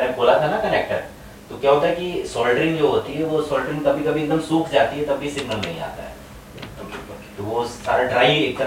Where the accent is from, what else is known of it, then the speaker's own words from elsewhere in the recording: Uttar Pradesh, India; born there; moved away as an adult; मैं first time बाहर निकला सर गाँव से, जब मैं लखनऊ गया इंजीनियरिंग करने.